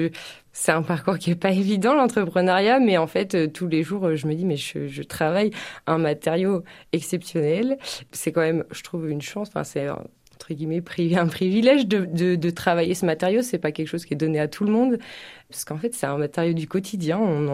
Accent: Normandy, France; moi je suis originaire de Normandie, donc je suis rentrée par là

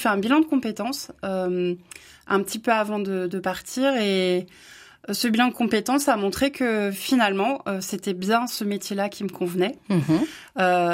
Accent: Brest, Brittany, France; moved away as an adult; now in Charente, France; c'est un prénom breton, parce que je viens de Brest. Je suis arrivée il y a une vingtaine d'années en Charente

